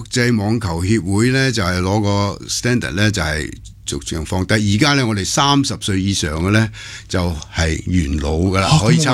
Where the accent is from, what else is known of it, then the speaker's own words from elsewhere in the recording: Hong Kong; 提高运动员喺我哋香港人嘅心目之中嘅地位先